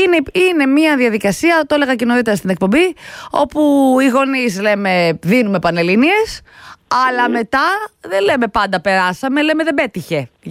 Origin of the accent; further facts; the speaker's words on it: Palaio Faliro, Attica, Greece; εκεί στο Παλαιό Φάλιρο, στα μέρη μου τα λατρεμένα που αγαπώ πολύ